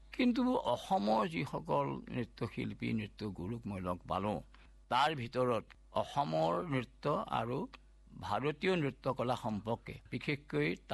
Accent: Dergaon, Assam, India; মই বোলো মই দেৰেগাঁৱৰ পৰা আহিছোঁ। তোমাৰ কি নাম? মই বোলো

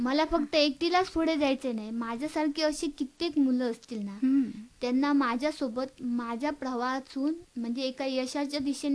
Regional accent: Madkhol, Maharashtra, India; माडकोलची कन्या।

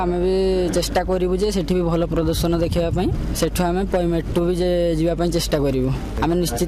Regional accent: Baincha, Odisha, India; ମୋର ଘର ହେଉଛି ବଇଞ୍ଚା, ଆମର ଗ୍ରାମ ହେଉଛି ସାନମାଣିଦା, ଆମର ଡିଷ୍ଟ୍ରିକ୍ଟ ହେଉଛି ମୟୂରଭଞ୍ଜ।

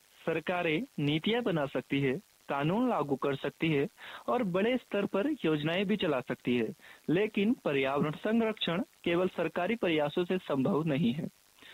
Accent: Uttarakhand, India; moved away as an adult; now in Almora, India; मैं मूल रूप से सेराघाट क्षेत्र का निवासी हूँ और यहाँ अभी अल्मोड़ा में मेरा ज्योग्राफी से मास्टर्स की पढ़ाई चल रही है।

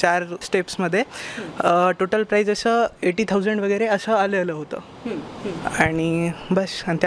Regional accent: Parbhani, Maharashtra, India; मी परभणीचाच आहे.

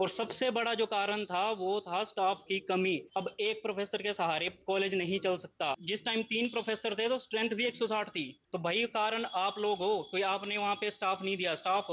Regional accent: Bhalai, Himachal Pradesh, India; और मैं भलई पंचायत का निवासी हूँ।

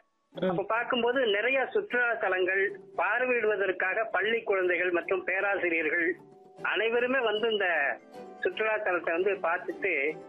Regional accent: Karuppampulam, Tamil Nadu, India; also born or lived in Vedaranyam; நான் வந்து நாகை மாவட்டம் வேதாரண்யம் வட்டம் கருப்பம்புளம் தெற்கு அப்படிங்கிற ஊர் தான் மேடம் சொந்த ஊர்.

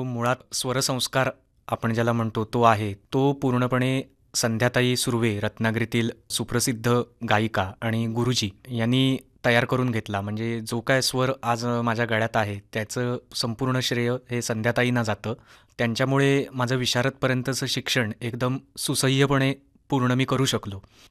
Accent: Aravali, Maharashtra, India; आमचं गाव आरवली. आता आरवली गाव कलाकारांचं गाव म्हणून सुप्रसिद्ध आहेच आपल्या कोकणामध्ये

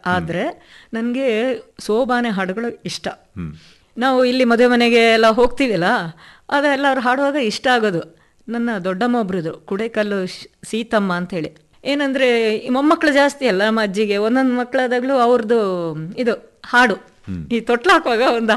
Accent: Karnataka, India; first language Kannada; ನಾವು ಕರ್ನಾಟಕದವರು, ಕನ್ನಡನೇ ನಮ್ಮ ಮಾತೃಭಾಷೆ

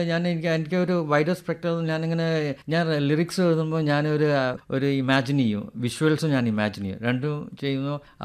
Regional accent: Kerala, India; ഞങ്ങൾ ശരിക്കും മലബാറി പ്രോപ്പർ മലബാറി തന്നെയാണ് ബോൺ ആൻഡ് ബ്രോട്ടപ്പ്. അപ്പോൾ ഞങ്ങൾ റൂട്ട്സ് എനിക്കൊന്ന് കണ്ണൂർ ഉണ്ട്, ഹട്ടൻസ് ഉണ്ട്, പിന്നെ തലശ്ശേരി ഉണ്ട്, കാലിക്കറ്റ് ഉണ്ട്. അപ്പോൾ നമ്മളെ കുറേ ഫാമിലി ആ ഭാഗങ്ങളിലുണ്ട്. മലബാർ തന്നെയാണ് നമ്മളത്.

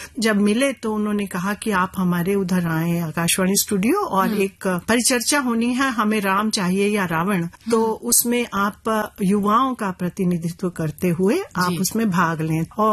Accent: Himachal Pradesh, India; मैं हिमाचल की रहने वाली हूँ और मेरे नाना, जिनके यहाँ मेरा पालन पोषण हुआ, वो हिंदी नहीं जानते थे, स्क्रिप्ट नहीं जानते थे, तो उनको सिर्फ अंग्रेजी और उर्दू आता था और वहाँ उर्दू का काफी चलन है

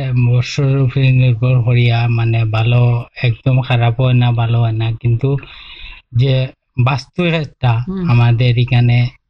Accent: Gokulnagar, Bangladesh; born there; হ্যাঁ, আমার তো জন্মসূত্রে এইখানে

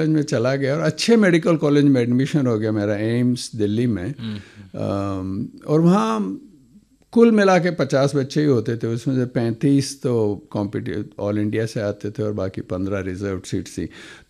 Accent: Gogunda, Rajasthan, India; मैं गांव गोगुंदा में बड़ा हुआ था

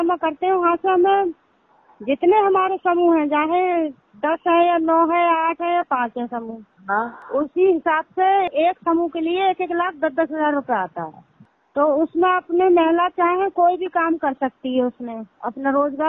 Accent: Rampur district, Uttar Pradesh, India; मैं ग्राम जादोपुर की रहने वाली हूँ, पोस्ट दमोरा, जिला रामपुर।

